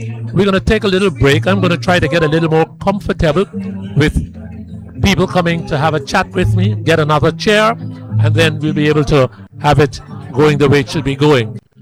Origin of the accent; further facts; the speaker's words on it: Georgetown, Demerara-Mahaica, Guyana; I grew up in Campbellville.